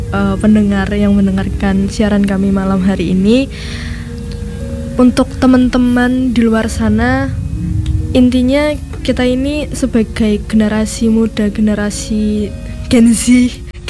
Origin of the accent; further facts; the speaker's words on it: Java, Indonesia; born there; jati diri saya lahir di Jawa dan dibesarkan oleh orang tua yang berasal dari Jawa. Jadi dari situ saya gak merasa malu untuk mengakui bahwa diri saya adalah orang Jawa.